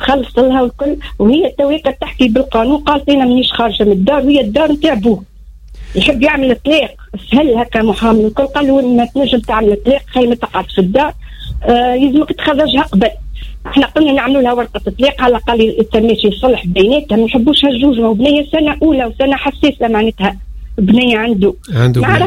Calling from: Sfax, Sfax Governorate, Tunisia; بلي مواطنة من صفاقس.

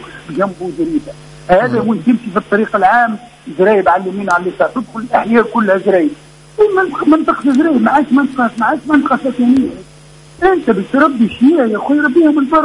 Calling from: Tunisia; أنا مواطن تونسي

